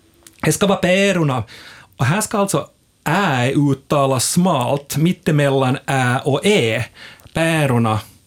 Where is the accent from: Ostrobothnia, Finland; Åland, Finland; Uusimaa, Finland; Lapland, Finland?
Ostrobothnia, Finland; Korsholm; Jag är från Korsholm, ja.